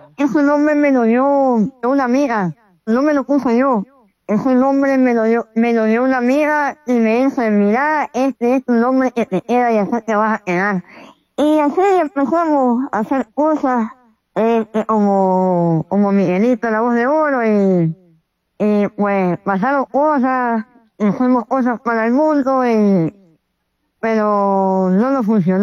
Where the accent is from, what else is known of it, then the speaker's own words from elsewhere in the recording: Nicaragua; soy originario de Nicaragua y pues